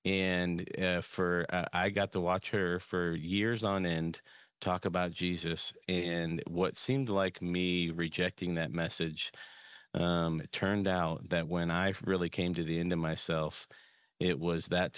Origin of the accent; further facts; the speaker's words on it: Illinois, United States; I grew up in the Chicago suburbs